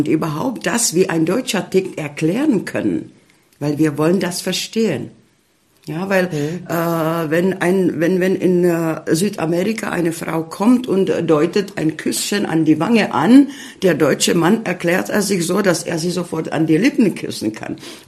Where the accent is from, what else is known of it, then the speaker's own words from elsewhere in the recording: Ústí nad Labem Region, Czechia; also born or lived in Spain; now in Görlitz, Germany; Also ich fange damit an, ich komme zwar aus Tschechien, aber sozusagen ich bin eine gebürtige Lausitzerin, weil ich wirklich, ich bin, weil ich an der Quelle von Mandau geboren zur Welt gekommen bin.